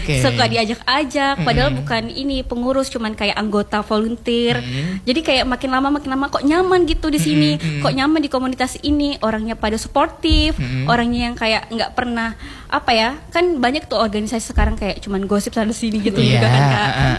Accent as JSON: {"language": "Indonesian", "town": "Balikpapan", "region": "East Kalimantan", "country": "Indonesia", "moved": "yes", "lives_now": "Makassar, Indonesia", "said": "Kan saya bukan orang asli Makassar ya kak. Oh dari mana? Dari Balikpapan. Kebetulan dari Balikpapan merantau ke sini."}